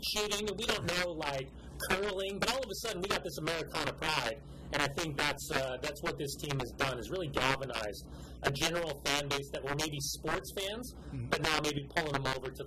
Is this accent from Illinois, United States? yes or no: no; Upland, California, United States; But being a kid from Southern California, growing up in Upland, man, just thinking about the days of 1994 where I couldn't afford a ticket.